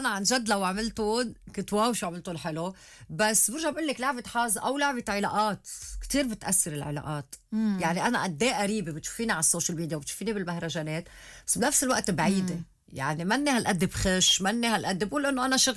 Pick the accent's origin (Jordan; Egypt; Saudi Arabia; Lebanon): Lebanon; عندنا بلبنان